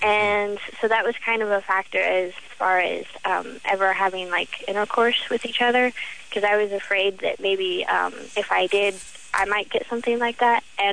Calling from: Iowa, United States; I'm actually from Iowa.

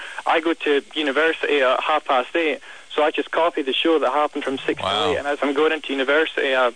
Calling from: Dundee, Scotland, United Kingdom; Dundee, Scotland. About, I don't know, an hour away from the G8 and about 200 miles away from Edinburgh, from London

